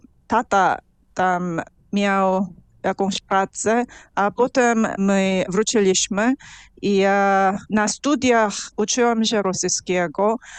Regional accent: Seoul, South Korea; Polish is a second language; Ja urodziłam się w Seulu, w Korei Południowej i chodziłam do szkoły w Seulu i całe dzieciństwo spędziłam w Seulu, tylko przez rok cała rodzina przeprowadziła się do Stanów

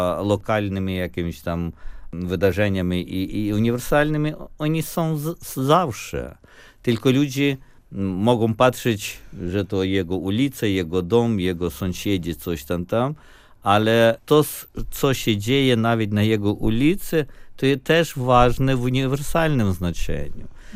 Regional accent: Ukraine; now in United States; Z jednej strony odczułem te powietrze ojczyzny

